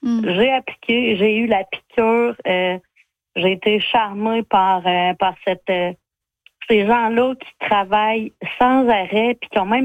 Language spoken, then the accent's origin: French; La Pocatière, Quebec, Canada; Dans le fond, moi, je viens du Bas-Saint-Laurent, la Pocatière, très agricole. Donc, mes grands-parents avaient une ferme. Tout le monde avait des fermes, mes oncles et tout.